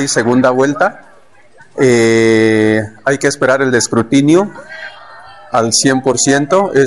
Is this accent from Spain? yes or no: no; Colombia